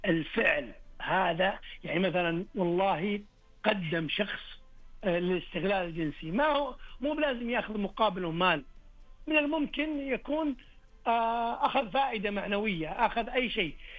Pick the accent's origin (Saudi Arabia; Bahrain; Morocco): Saudi Arabia; عندنا في المملكة العربية السعودية